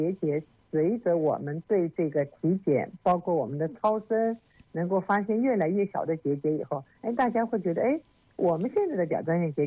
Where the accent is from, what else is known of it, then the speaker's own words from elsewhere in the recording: China; 比如说我们中国人最缺的，像铁啊、锌啊，包括维生素 D 呀，